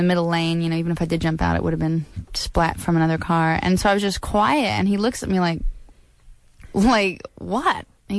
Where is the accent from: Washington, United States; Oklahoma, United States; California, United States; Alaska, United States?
Alaska, United States; moved away as an adult; I grew up hitchhiking in Alaska.